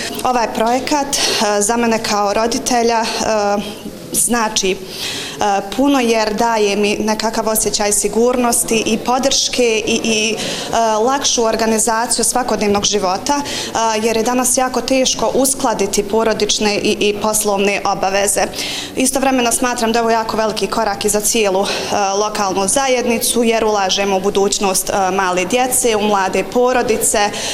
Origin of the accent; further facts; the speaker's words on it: Puračić, Federation of Bosnia and Herzegovina, Bosnia & Herzegovina; Rođena sam ovdje u Puračiću i odrasla u Puračiću, udala se u Puračić